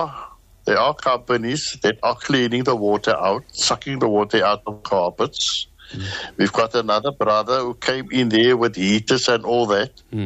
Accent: Cape Town, Western Cape, South Africa; Because I'm a born and bred Cape Townian. I grew up in District 6, alhamdulillah.

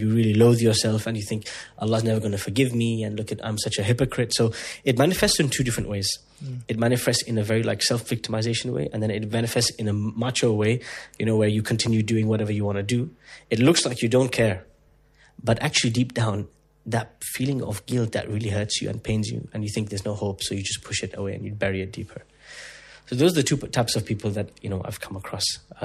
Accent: United Kingdom; also born or lived in United Arab Emirates; So I'm British, but ethnically half Indian, half Pakistani. Lived half of my life in the UAE, half of my life in the UK.

